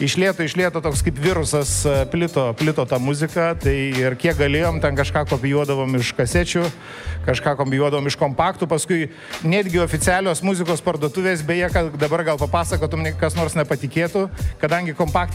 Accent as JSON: {"language": "Lithuanian", "town": "Šiauliai", "region": "Šiauliai County", "country": "Lithuania", "said": "esu iš Šiaulių"}